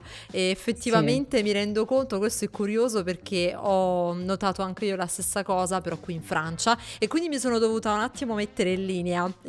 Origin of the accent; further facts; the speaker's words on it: Naples, Campania, Italy; È vero, è così. Posso testimoniare da napoletana.